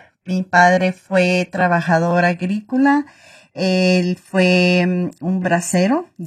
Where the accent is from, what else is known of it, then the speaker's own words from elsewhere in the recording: El Paso, Texas, United States; also born or lived in Ciudad Juárez, Mexico; now in Illinois, United States; La familia crecimos en Juárez, en El Paso, Texas.